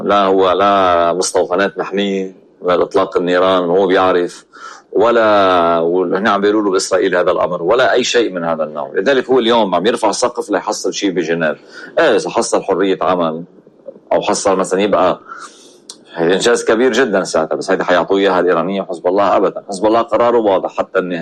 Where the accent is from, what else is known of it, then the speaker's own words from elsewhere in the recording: Lebanon; كلبنانيين وكشعب لبناني